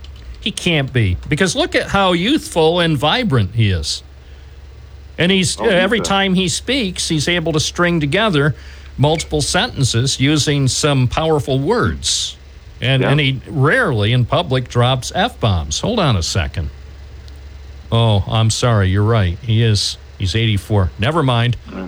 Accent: New York, United States; as a New Yorker

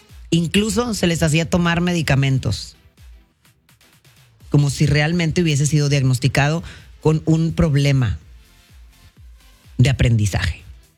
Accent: Mexico; now in United States; yo no tengo ni que decir que soy mexicana para que tú te des cuenta que soy mexicana. No tengo que abrir la boca y hablar español para que tú sepas que yo hablo español.

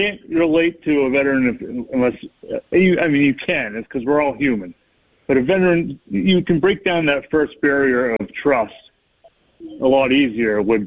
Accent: Maine, United States; I'm from Maine.

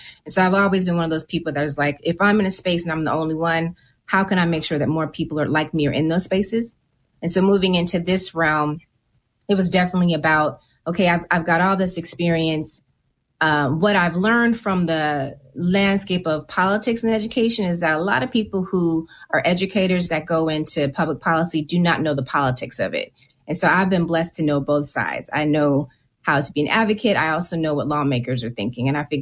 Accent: California, United States; I grew up in California

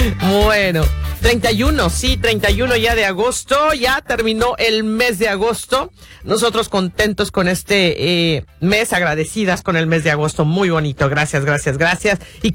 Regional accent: Mexico; No, pero soy mexicana, ¿cómo de que no?

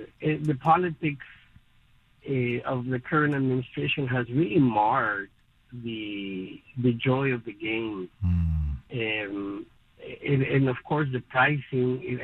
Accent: Guatemala; English is a second language; moved away; I'm from Guatemala. I grew up playing soccer.

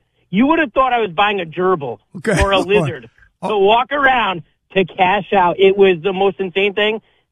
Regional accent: Albany, New York, United States; I'm from upstate New York. I'm from Albany.

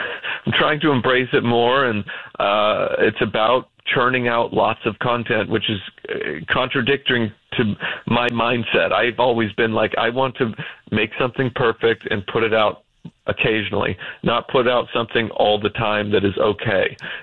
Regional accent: Idaho, United States; moved away as an adult; also born or lived in Utah / New York City / Boston; I grew up in Idaho. It was just I went to college in Utah, and Salt Lake City's really the closest major city to where I'm from.

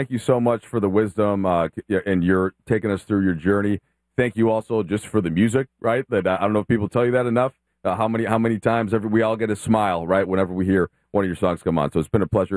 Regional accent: Minnesota, United States; I grew up in Minnesota, but like with watching the Bulls on WGN, so I was a child of Jordan.

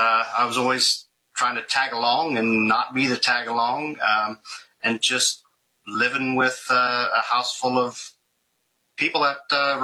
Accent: Emporia, Kansas, United States; I'm from Central Kansas, Emporia, Kansas, for that matter.

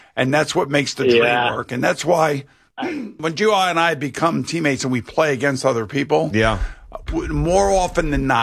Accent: East Islip, New York, United States; I'm from East Islip.

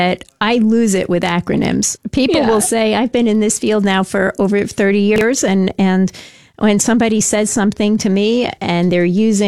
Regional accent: New York, United States; you know, I grew up in New York, and we went out to the island. That's where we had a place.

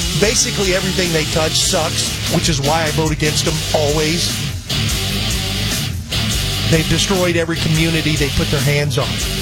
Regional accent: Houston, Texas, United States; the high school I graduated from is Kingwood High School. As you guys know, I was born and raised here in Houston.

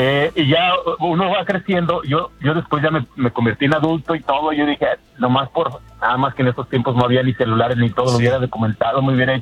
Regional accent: San Miguel el Alto, Jalisco, Mexico; Yo soy de San Miguel, el Alto Jalisco.

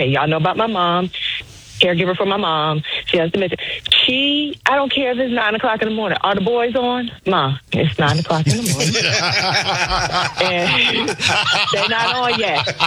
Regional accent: New Jersey, United States; I'm from Jersey, so Hello.

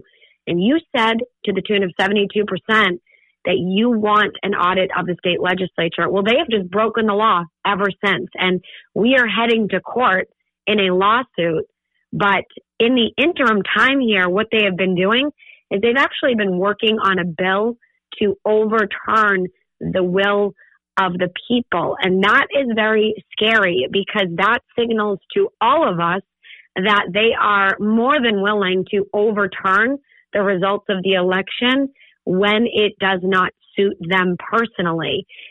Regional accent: Methuen, Massachusetts, United States; Massachusetts is my home state. I was born and raised in the Merrimack Valley area in the great city of Methuen. Yes, that's a place in Massachusetts, everybody. It is up on the New Hampshire border. and it's my hometown

